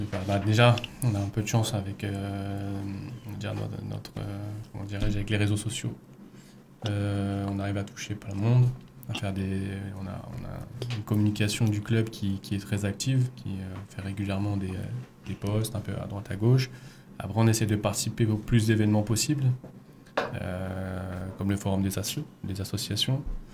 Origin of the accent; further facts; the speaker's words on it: La Courneuve, Île-de-France, France; j'ai grandi à La Courneuve dans le 93